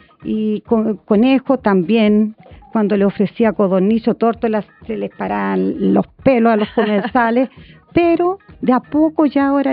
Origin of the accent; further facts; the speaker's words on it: Vicuña, Coquimbo, Chile; born there; moved away; also born or lived in southern Chile; Cuando me vine a Vicuña en el 2019, cuando retorno a mi tierra